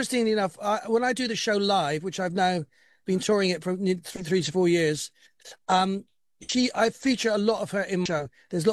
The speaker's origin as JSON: {"language": "English", "town": "Bristol", "region": "South West England", "country": "United Kingdom", "tie": "born or raised there", "moved": "as an adult", "said": "I grew up in Bristol in the West of England, but I have to move to London."}